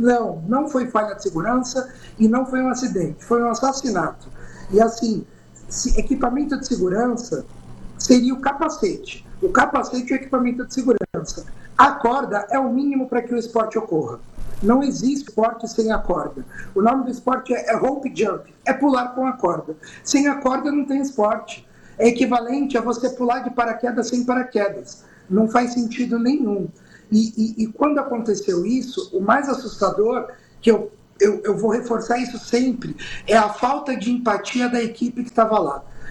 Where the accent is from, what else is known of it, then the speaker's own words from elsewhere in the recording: São Paulo, Brazil; Eu sou do litoral, aqui da Baixada.